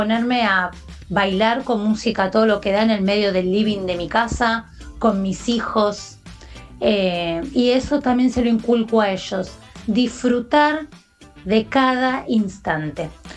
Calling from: Quilmes, Buenos Aires Province, Argentina; soy de Quilmes.

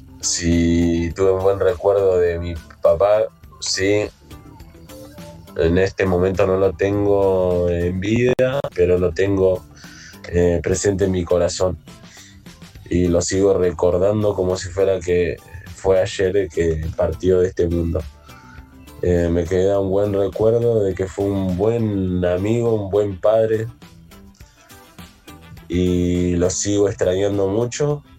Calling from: La Matanza, Buenos Aires Province, Argentina; soy de La Matanza.

